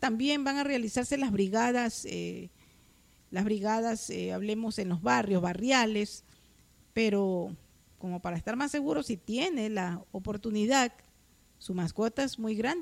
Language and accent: Spanish; Santa Elena, Ecuador